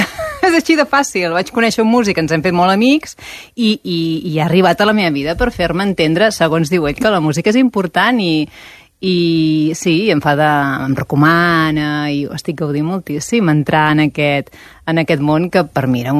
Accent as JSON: {"language": "Catalan", "town": "Cardedeu", "region": "Catalonia", "country": "Spain", "said": "I vam descobrir que som veïns de Cardedeu, som del mateix poble."}